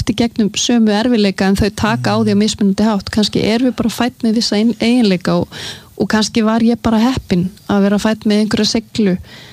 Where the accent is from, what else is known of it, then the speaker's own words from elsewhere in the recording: Sweden; ég alinn upp í Svíþjóð alinn upp við að læra tvö tungumálum sama tíma